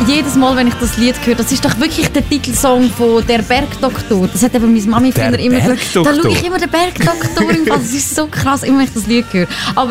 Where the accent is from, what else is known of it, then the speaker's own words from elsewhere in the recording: Aargau, Switzerland; ich kann nicht allein als Aargauerin dann dort vor Ort sein.